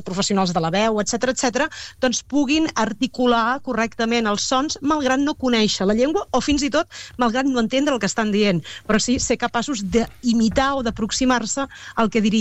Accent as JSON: {"language": "Catalan", "town": "Riudoms", "region": "Catalonia", "country": "Spain", "said": "No entraré en la discussió, però jo sí que sóc de Riudoms, ho dic així clarament"}